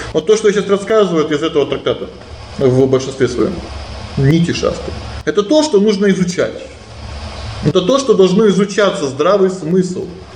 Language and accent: Russian; Khabarovsk, Khabarovsk Krai, Russia; born there